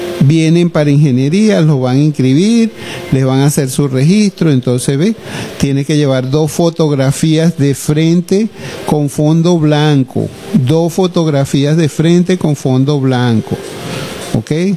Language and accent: Spanish; Los Llanos, Venezuela; porque somos llaneros, porque estamos en la puerta del llano